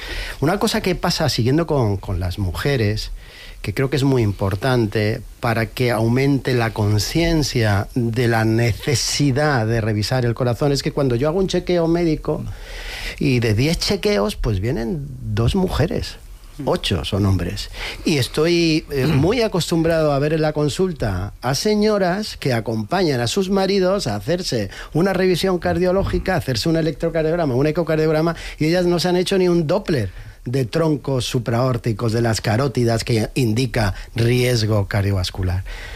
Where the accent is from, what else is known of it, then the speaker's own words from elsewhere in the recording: Jaén, Andalusia, Spain; En mi tierra, en Jaén, me regañaron un día porque no dije aceite de oliva virgen extra.